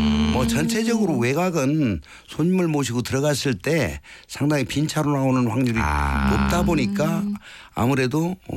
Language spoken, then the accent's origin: Korean; Hongseong, South Chungcheong, South Korea; moved away; 저는 충청도 홍성입니다.